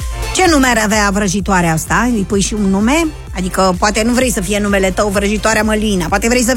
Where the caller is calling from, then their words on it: Bucharest, Romania; Bună, Super Zăpă … din București, am 10 ani